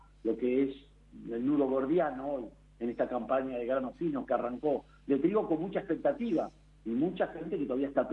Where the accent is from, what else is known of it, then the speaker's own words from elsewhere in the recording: Villa Huidobro, Córdoba, Argentina; Somos vecinos ahí de Villa Huidobro con La Pampa, sur de Córdoba, muy cerquita de algunas zonas de La Pampa, como Rancul o Jardón, o como se llamaba en su momento, Villa Jardón.